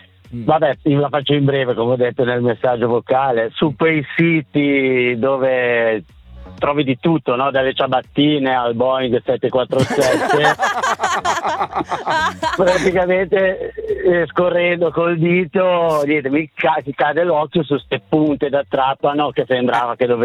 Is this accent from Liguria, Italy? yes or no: yes; Liguria, Italy; potete immaginare da Ligure, ho detto, da vedere che ho speso un cazzo e ho ottenuto il massimo.